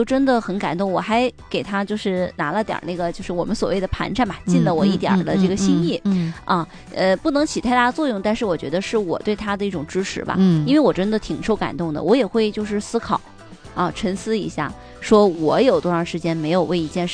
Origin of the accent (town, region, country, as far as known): Northeast China, China